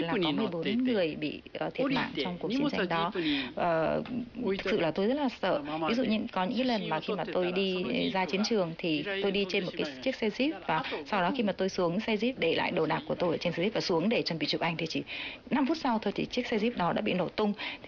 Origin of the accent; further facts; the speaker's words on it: Okinawa, Japan; Vietnamese is a second language; cảm thấy là cố đô Huế có một cái gì rất là giống với thành Surijo, tức là một cái thành của Okinawa, quê hương tôi.